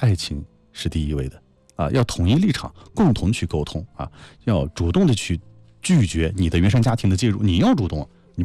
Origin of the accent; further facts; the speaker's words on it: China; 特别是我们中国人的语言相当的优美啊。